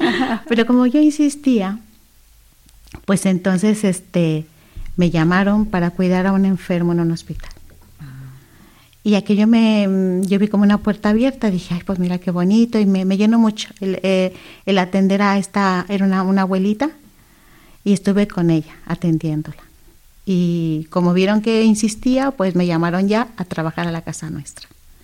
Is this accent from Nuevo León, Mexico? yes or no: yes; Monterrey, Nuevo León, Mexico; Sí, yo soy mexicana de Monterrey, Nuevo León.